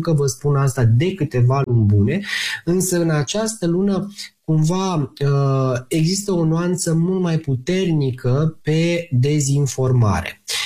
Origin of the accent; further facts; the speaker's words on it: Romania; și la nivel de România, pentru că suntem români